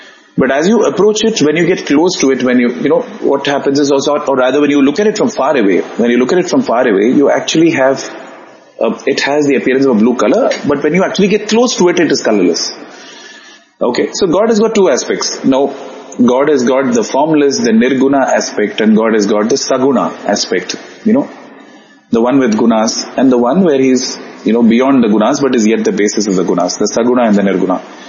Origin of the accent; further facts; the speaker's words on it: India; English is a second language; moved away; my native language in the part of India I come from.